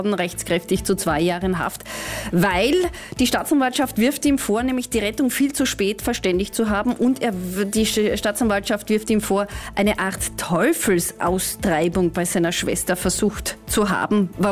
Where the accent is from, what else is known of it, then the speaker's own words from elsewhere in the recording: St. Veit an der Glan, Carinthia, Austria; Diesmal ein Wort aus meiner Heimat, aus Mittelkärnten, aus St. Veit an der Glan.